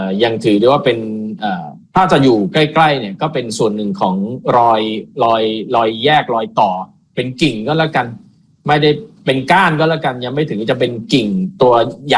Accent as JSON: {"language": "Thai", "region": "Nonthaburi", "country": "Thailand", "tie": "born or raised there", "said": "เป็นคนนนทบุรีโดยกำเนิดอยู่ที่นนทบุรีมากว่า50ปีน้ำท่วมมา3รอบ"}